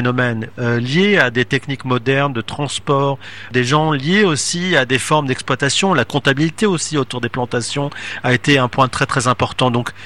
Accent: France; Moi-même, en tant que Tunisien qui est né en France, qui a vécu en France, je sais ce que c'est que le racisme.

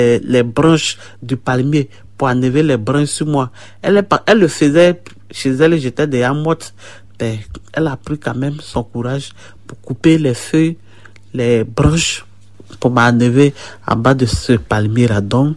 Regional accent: Côte d’Ivoire; moved away; Je viens de la Côte d'Ivoire. J'ai 39 ans.

